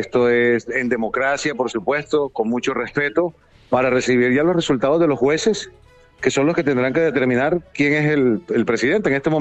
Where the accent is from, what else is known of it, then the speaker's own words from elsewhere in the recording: Colombia; Nosotros somos Colombia